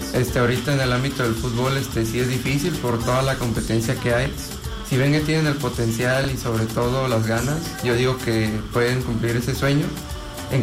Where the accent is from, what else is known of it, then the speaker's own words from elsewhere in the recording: Juxtlahuaca, Oaxaca, Mexico; moved away as an adult; now in Oaxaca, Mexico; conocido de Jutla también, donde uh-huh. yo soy